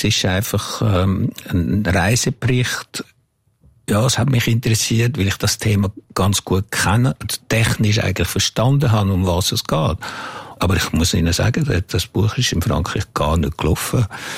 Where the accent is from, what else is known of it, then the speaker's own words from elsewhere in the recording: Jura, Switzerland; first language French; German is a second language; now in Geneva, Switzerland; ich bin von da, ich bin im Jura aufgewachsen